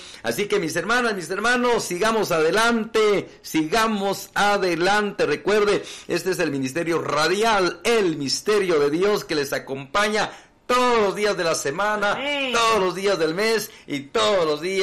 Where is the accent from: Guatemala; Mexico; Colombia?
Guatemala; nuestro lindo país de Guatemala